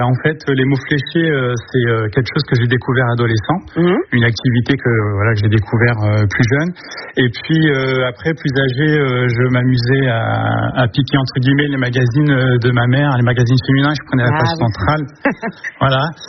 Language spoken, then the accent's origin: French; Rouen, Normandy, France; born there; il y a que moi en fait, le petit dernier, qui suis né à Rouen.